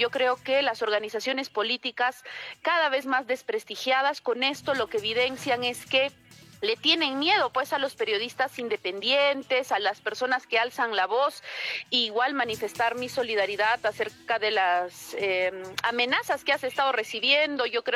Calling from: Peru

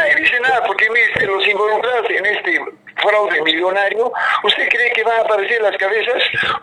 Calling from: Cusco, Peru; como decimos en mi tierra, el Cusco

